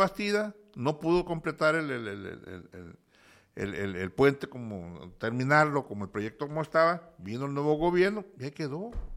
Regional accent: Mexico; ¿Cuánto nos ha costado como mexicanos?

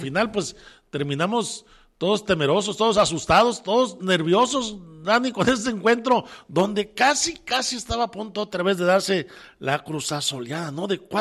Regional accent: Mexico; Pues soy como muchos mexicanos, yo creo que es la mayoría de los mexicanos, ¿no?

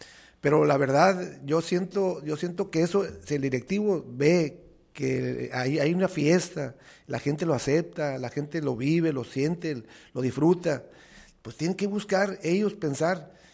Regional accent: Mexico; Yo sigo siendo mexicano, soy mexicano, pero lo que pasa, soy realista también.

